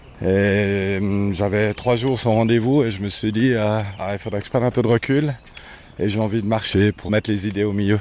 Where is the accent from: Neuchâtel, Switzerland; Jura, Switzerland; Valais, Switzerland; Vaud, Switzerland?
Vaud, Switzerland; Vevey; Je suis né à Vevey. Donc en tant que gamin, il m'arrivait de monter dans ces coins, aux Pléiades.